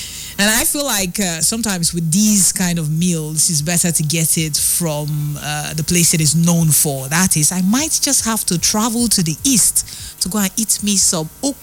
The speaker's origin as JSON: {"language": "English", "region": "Enugu State", "country": "Nigeria", "said": "Soba, I'm from Enugu State. As a matter of fact, my junction is called Akinokwa."}